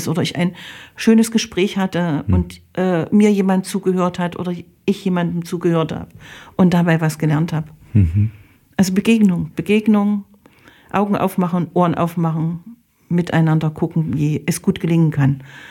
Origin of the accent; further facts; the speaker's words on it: Germany; Also ich bin in der DDR groß geworden